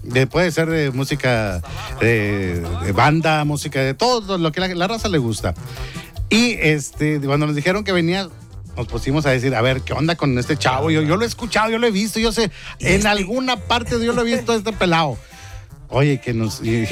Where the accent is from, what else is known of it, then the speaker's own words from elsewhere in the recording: Monterrey, Nuevo León, Mexico; Es más, y como somos regios y somos como hermanos, nos podemos hasta dar besos.